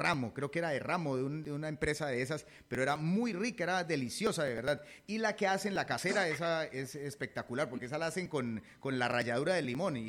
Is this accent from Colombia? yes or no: yes; Huila, Colombia; born there